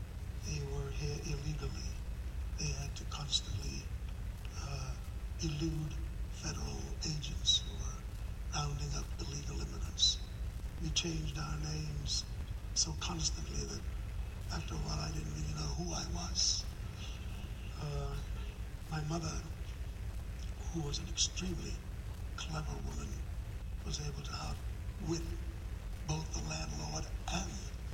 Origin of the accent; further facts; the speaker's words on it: Jamaica; children back to the Caribbean, where life was a little less frenetic.